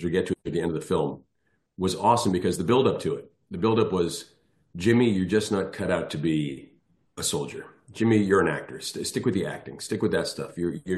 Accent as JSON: {"language": "English", "country": "Ireland", "said": "being an Irish guy myself, an Irish citizen"}